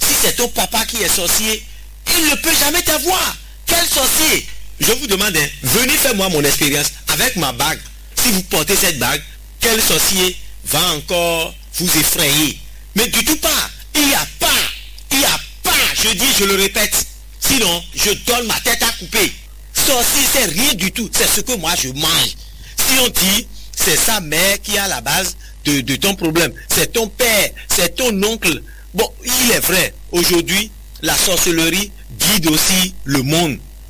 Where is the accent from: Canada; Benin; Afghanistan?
Benin; Moi, je suis béninois.